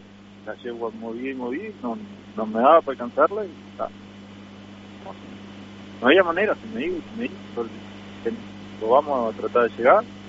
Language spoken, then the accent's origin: Spanish; Caraguatá, Tacuarembó, Uruguay; now in Las Toscas, Uruguay; Somos de Caraguatá.